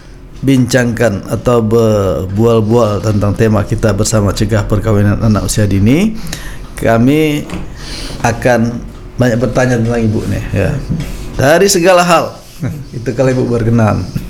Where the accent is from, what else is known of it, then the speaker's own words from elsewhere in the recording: Tanjung Pinang, Riau Islands, Indonesia; kelahiran Tanjung Pinang. Asli Tanjung Pinang.